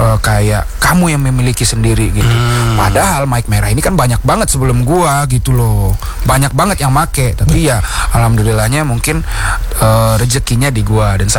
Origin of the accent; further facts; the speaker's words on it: Padang, West Sumatra, Indonesia; born there; Di tanah kelahiranku, Padang.